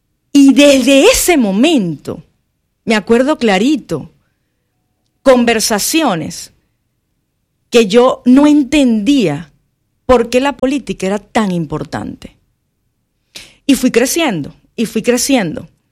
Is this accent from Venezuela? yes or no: yes; Venezuela; Yo soy venezolana.